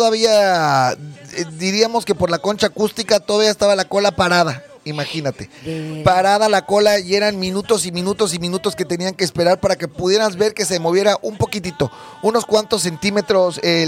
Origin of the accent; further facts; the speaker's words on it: Mexico; ese espíritu como mexicanos que nos caracteriza.